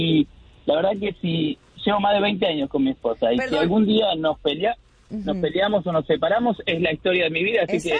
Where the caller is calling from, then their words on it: Fort Worth, Texas, United States; yo vivo en Fort Worth, Texas